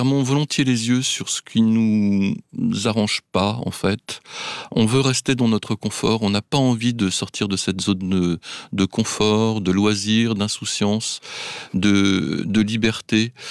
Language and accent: French; France; chez nous en France